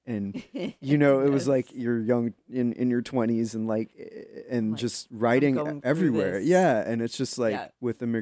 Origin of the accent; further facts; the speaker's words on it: California, United States; I grew up outside of San Francisco, but I always wanted to live here.